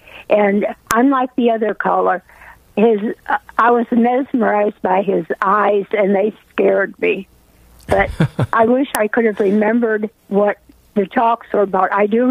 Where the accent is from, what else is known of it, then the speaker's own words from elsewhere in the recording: Freeport, Illinois, United States; now in Bellevue, Nebraska, United States; I was raised in St. Vincent's Orphanage in Freeport, Illinois